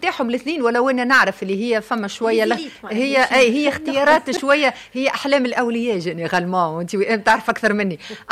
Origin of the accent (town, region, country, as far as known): Tunisia